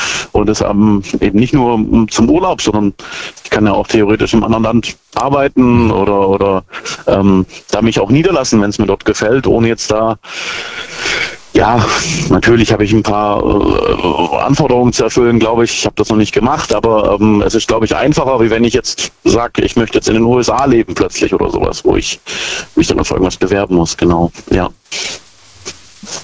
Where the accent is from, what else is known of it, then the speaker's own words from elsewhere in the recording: Brackenheim, Baden-Württemberg, Germany; Hey, ich komme aus Backenheim.